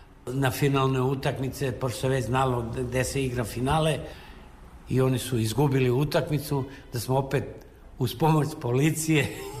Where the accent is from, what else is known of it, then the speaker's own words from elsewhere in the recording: Vlasotince, Southern and Eastern Serbia, Serbia; pošto sam ja rodom iz Vlasotice i on je Vlasotinčanin.